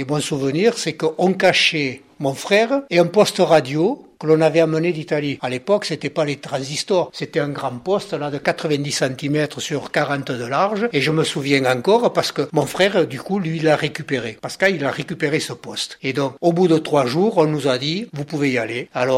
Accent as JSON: {"language": "French", "town": "Mielan", "region": "Occitanie", "country": "France", "tie": "born or raised there", "also_born_or_lived": "Gourgues", "said": "Et puis de Gourgues, nous avons quitté Gourgues et nous sommes partis à Mielan. À Mielan, dans le Gers, voilà, un tout petit village. On s'est adapté, on a vécu là. Il y a encore la maison familiale"}